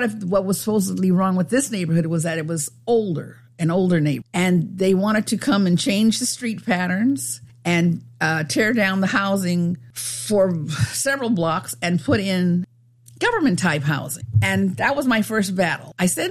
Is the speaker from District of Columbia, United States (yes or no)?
no; San Mateo, California, United States; I was born and raised in San Mateo. I'm 89 years old.